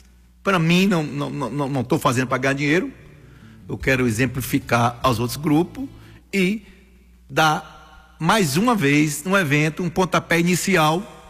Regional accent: Caetité, Bahia, Brazil; Então eu, como um bom baiano, como um bom catitaense

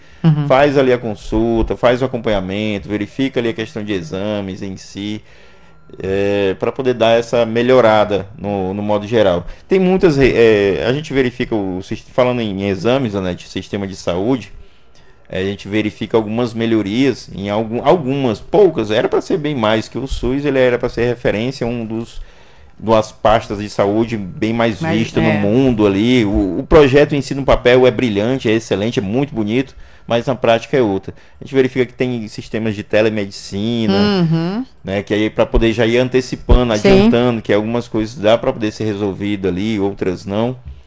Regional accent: Brazil; Sou brasileiro, torço pela minha nação, pela seleção.

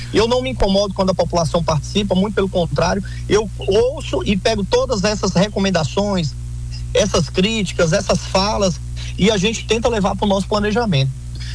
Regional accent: Guanambi, Bahia, Brazil; nós que somos aqui de Guanambi, é o principal município do estado da Bahia, porque é aqui que a gente mora

